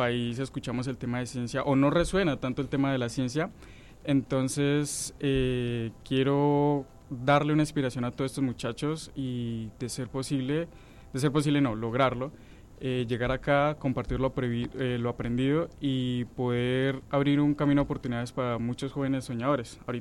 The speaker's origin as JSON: {"language": "Spanish", "town": "Puerto Gaitán", "region": "Meta", "country": "Colombia", "tie": "born or raised there", "said": "Yo salí de Puerto Gaitán Meta."}